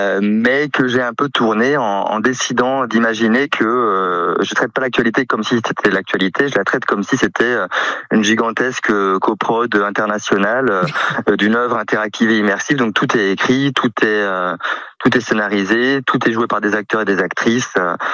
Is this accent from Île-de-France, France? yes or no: no; Toulouse, Occitanie, France; Donc, moi, je suis toulousain.